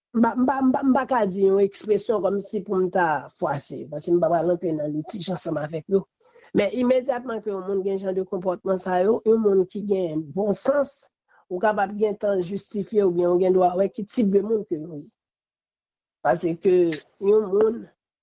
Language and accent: French; Haiti; Je ne crois pas que c'est seul président Aristide, en tant que haïtien seulement, que nous avons.